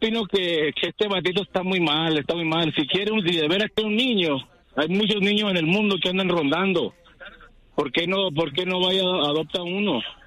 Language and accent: Spanish; Sonora, Mexico; Puro Sonora, mi viejo. Puro Yaqui.